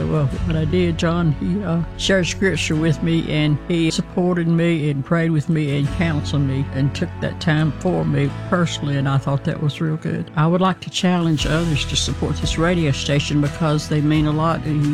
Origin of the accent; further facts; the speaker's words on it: Randleman, North Carolina, United States